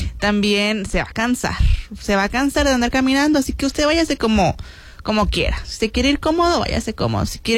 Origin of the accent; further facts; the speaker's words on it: Mexico; Y es que como buenos mexicanos dejamos todo a la mera hora